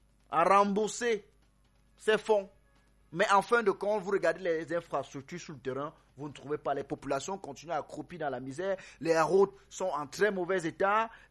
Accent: Cameroon; chez nous, au Cameroun

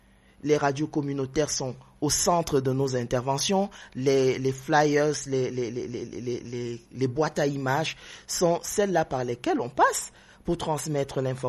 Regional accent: Cameroon; j'ai envie de parler Fufundi, j'ai envie de parler Maka, parce que je suis camerounaise.

